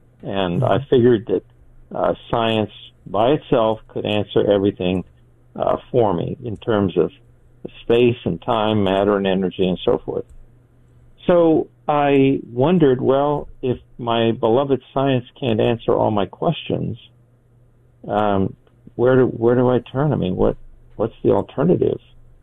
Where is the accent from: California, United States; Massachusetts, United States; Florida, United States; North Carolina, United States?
California, United States; Los Angeles; You know, I grew up in East L.A. listening about the Bible this, Bible that.